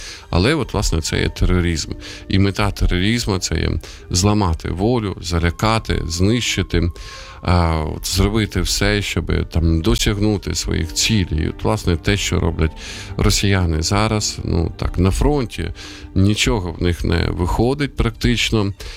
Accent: Sumy, Sumy Oblast, Ukraine; от в моєму рідному місті вчора, позавчора, от росіяни завдавали удари по одному із торгівельних центрів, це місто Суми.

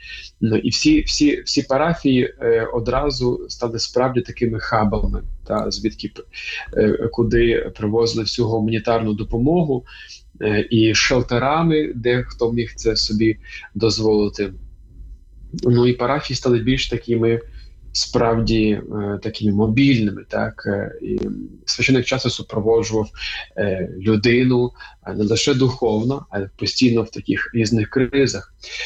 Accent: Melitopol, Zaporizhzhia Oblast, Ukraine; born there; moved away as an adult; він також народився в Мелітополі. І та віці, власне, півтора року ми виїхали з Мелітополя

